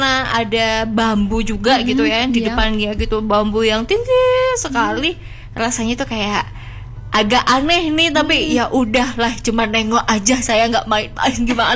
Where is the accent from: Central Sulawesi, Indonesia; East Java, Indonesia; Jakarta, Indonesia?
East Java, Indonesia; Malang; kita orang Malang